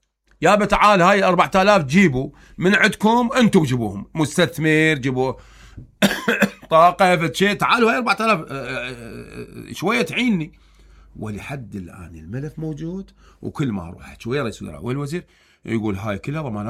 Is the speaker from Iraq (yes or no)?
yes; Hillah, Babylon Governorate, Iraq; أقول لك هسه أنا بعد يومين هم طالع بالشارع أنا ابن الحلة.